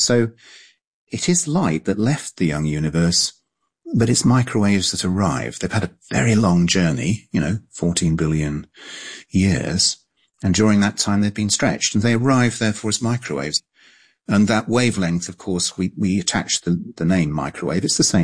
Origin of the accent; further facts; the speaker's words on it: Cambridge, East of England, United Kingdom; I was lucky in being a sort of 10-year-old in the mid-60s when a lot happened in astronomy. And I also happened to be living in Cambridge in England